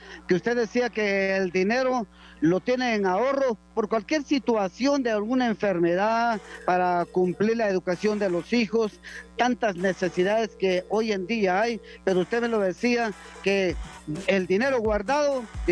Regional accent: Guatemala; Son preguntas que uno nos hacemos como guatemaltecos, sabemos del esfuerzo que se hace diariamente allá en los Estados Unidos.

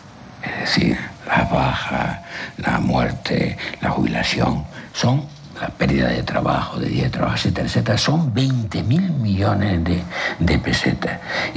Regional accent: Canary Islands, Spain; los canarios somos los españoles que menos años vivimos con salud

